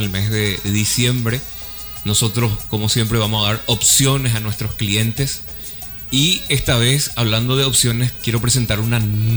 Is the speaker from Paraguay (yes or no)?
yes; Paraguay; now in Madrid, Spain; volver a tu tierra te refortalece.